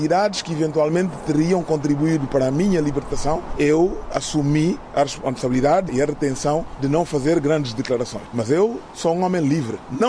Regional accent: Guinea-Bissau; moved away as an adult; now in Lisbon, Portugal; Enquanto guineense, continuo preocupado com o país

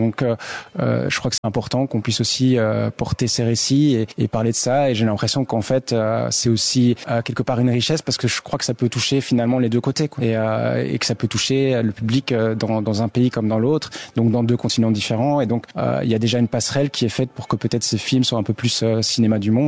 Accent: Belgium; born there; Moi, je suis né en Belgique. Mon père est né au Rwanda et donc il a voulu m'amener là-bas pour que je découvre un petit peu mon pays d'origine.

